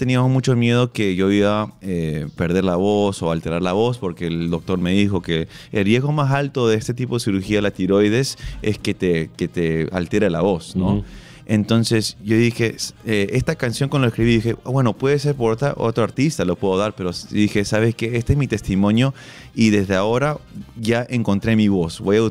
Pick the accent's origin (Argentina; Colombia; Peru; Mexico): Peru; que somos una familia peruana normal